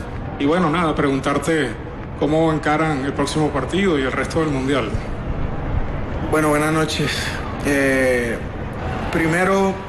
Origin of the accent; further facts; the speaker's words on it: Colombia; somos colombianos y eso es lo que nos mantiene vivo a nosotros.